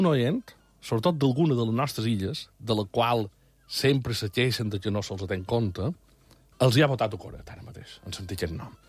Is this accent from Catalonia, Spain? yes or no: no; Mallorca, Balearic Islands, Spain; Som mallorquins centristes.